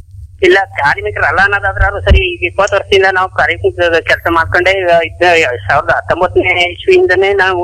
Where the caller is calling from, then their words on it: Taravalli, Karnataka, India; ನಾನು H D ಕೋಟೆ ತರವಳ್ಳಿಯಿಂದ